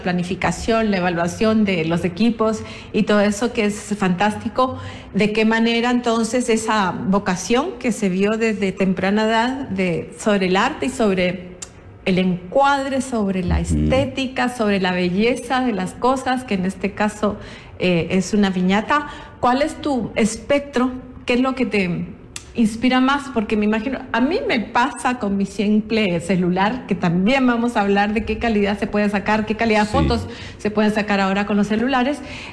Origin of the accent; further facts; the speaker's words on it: Chile; Yo, pues, crecí en Chile y realmente el tema sísmico allá es tremendamente riguroso, ¿no?